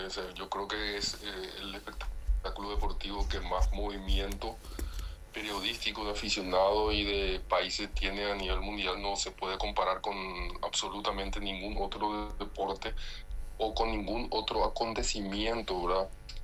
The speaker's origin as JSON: {"language": "Spanish", "country": "Paraguay", "said": "primero soy paraguayo, después soy cerroporteño y después soy americano."}